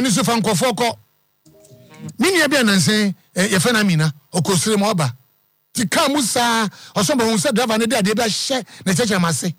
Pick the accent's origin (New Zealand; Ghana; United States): Ghana; I am proud being a Ghanaian, no?